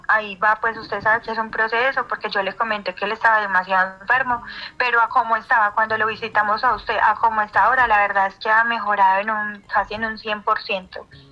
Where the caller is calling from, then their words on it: Pensilvania, Caldas, Colombia; Dios lo bendiga, lo llamo desde Pensilvania, Caldas.